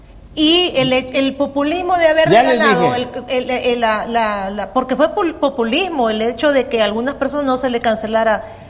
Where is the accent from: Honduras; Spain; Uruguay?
Honduras